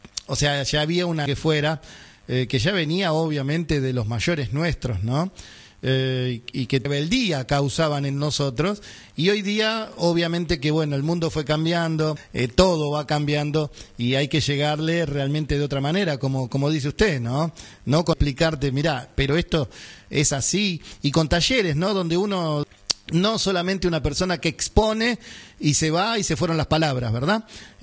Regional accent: Boulogne Sur Mer, Buenos Aires Province, Argentina; yo soy de Boulogne

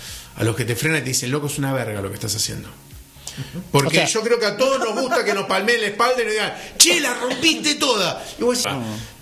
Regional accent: Munro, Buenos Aires Province, Argentina; yo soy de Munro, de la República Separatista de Munro.

